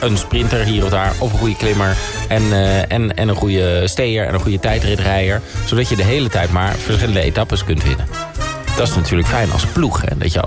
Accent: Netherlands

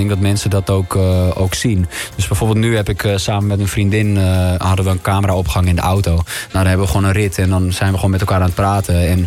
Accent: Amsterdam, North Holland, Netherlands; Ik kom uit Amsterdam Noord

